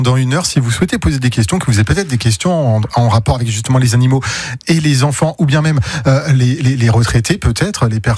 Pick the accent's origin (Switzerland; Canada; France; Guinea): France; Nantes, Pays de la Loire; Je suis nantais.